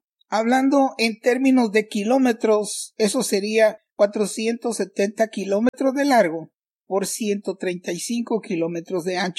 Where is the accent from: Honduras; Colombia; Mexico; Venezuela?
Honduras; Yo soy hondureño